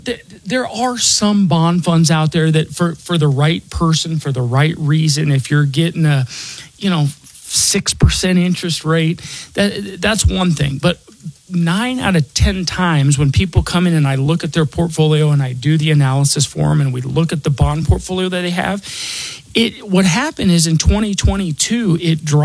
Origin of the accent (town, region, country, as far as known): Denver, Colorado, United States; born or raised there